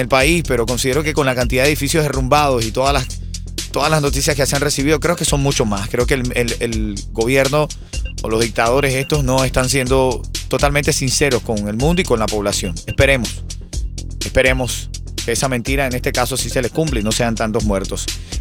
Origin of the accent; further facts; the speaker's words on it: Venezuela; moved away; como venezolano estoy bastante movido